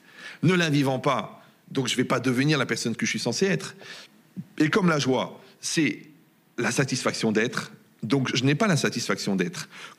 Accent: Algeria; born there; je suis né en Algérie

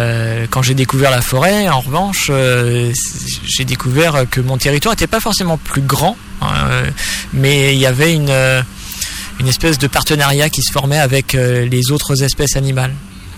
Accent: Normandy, France; Voilà, ça fascine, on se dit chez moi en Normandie il neige pas, ça doit être du gâteau quoi.

